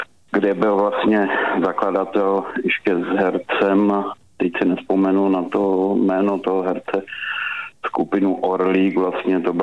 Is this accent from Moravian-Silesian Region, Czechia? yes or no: no; České Budějovice, South Bohemian Region, Czechia; jak jsem říkal, že jsem z Budějic, tak třeba víte, jak se řekne na jihu párek v rohlíku?